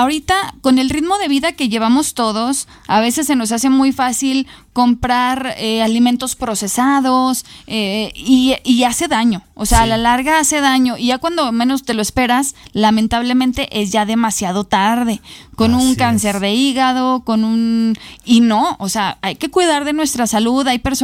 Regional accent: Mexico

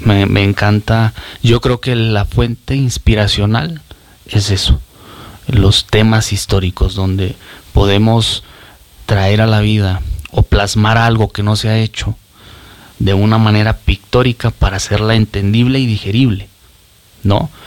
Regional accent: Iguala, Guerrero, Mexico; moved away as an adult; now in Zacatecas, Mexico; Soy originario de Iguala, Guerrero, pero ya 10 años, los mismos 10 años que tenemos ya de oficio, de artista, pues son los mismos que tengo viviendo acá.

